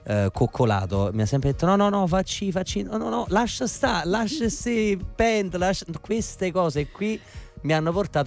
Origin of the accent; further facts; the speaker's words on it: Naples, Campania, Italy; Sono un napoletano atipico